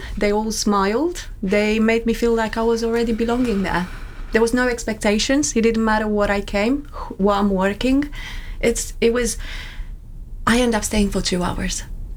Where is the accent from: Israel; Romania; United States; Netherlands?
Romania; Ploiești, Prahova; moved away; I'm from Ploiești.